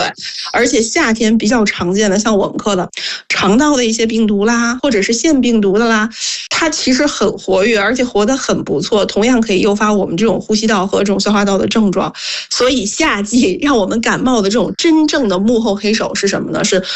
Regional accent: Northeast China, China; 我是东北人，我和于老师一个地方的啊

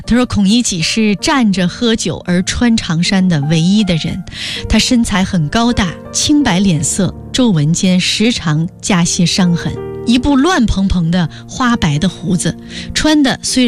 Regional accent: Beijing, China; 咱们北京人

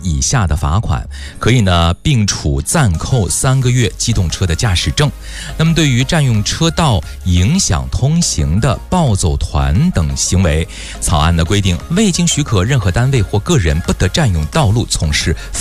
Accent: Beijing, China; 东到平谷新城，也就是我老家啊

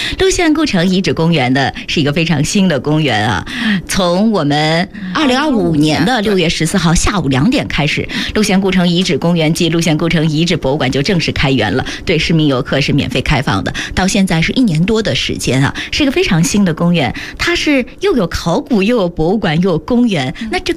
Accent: China

